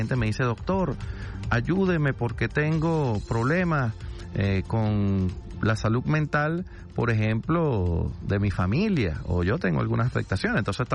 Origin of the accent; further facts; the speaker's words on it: Barquisimeto, Lara, Venezuela; born there; moved away; yo ayer fui el sábado a Barquisimeto, saludo a la gente de Barquisimeto, mi ciudad natal.